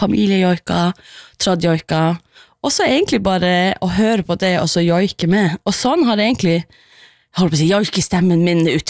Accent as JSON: {"language": "Norwegian", "town": "Karasjok", "region": "Finnmark", "country": "Norway", "tie": "born or raised there", "said": "jeg vokste opp i Karasjok, og selvfølgelig, alle på barneskolen er jo, liksom, skal jo joike en eller annen gang i løpet av livet."}